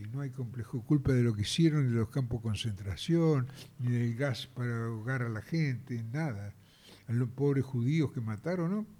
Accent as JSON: {"language": "Spanish", "town": "Mar del Plata", "region": "Buenos Aires Province", "country": "Argentina", "said": "en Mar del Plata, yo soy marplatense"}